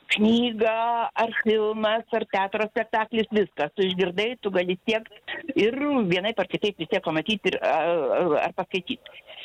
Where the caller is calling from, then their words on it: Kaunas, Kaunas County, Lithuania; esu iš Kauno